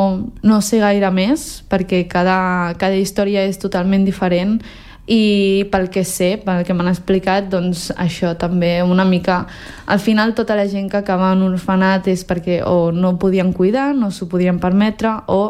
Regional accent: Catalonia, Spain; born there; also born or lived in China; pues jo sóc d'aquí, i al final, clar, ma mare em va dir, sí, ets aquí, però... I llavors em va explicar com una mica el viatge i tot, i en aquell moment, o sigui, el viatge de jo anar de la Xina aquí

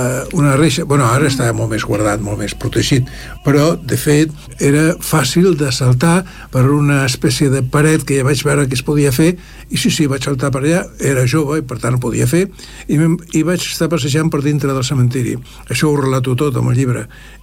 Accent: Barcelona, Catalonia, Spain; born there; also born or lived in Sant Just Desvern; now in Esplugues de Llobregat, Spain; molta gent de Sant Just pensa que jo sóc fill de Sant Just. Ho és la meva família … però jo vaig néixer a Barcelona, al barri de Sant Gervasi.

